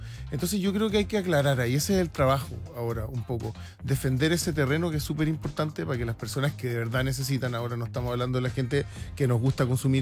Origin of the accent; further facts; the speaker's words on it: Chile; estamos tomando mucho como chilenos